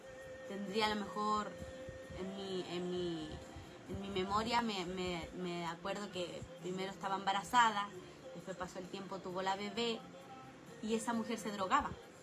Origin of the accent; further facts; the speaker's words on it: Chile; now in Monterrey, Mexico; no, yo soy chilena, pero vivo aquí en México. Y yo ya pienso que hablo como regia, pero no hablo como regia todavía. Entonces dice, que nuestra manera de hablar nos delata, ¿verdad?